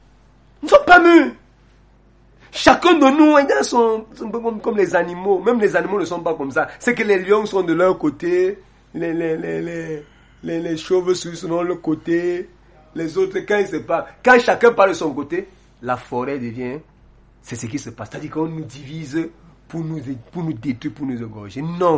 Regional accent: Kondongo, Cameroon; born or raised there

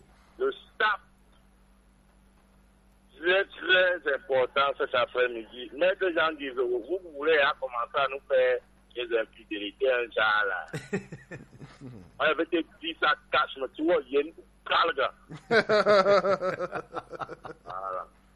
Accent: Cameroon

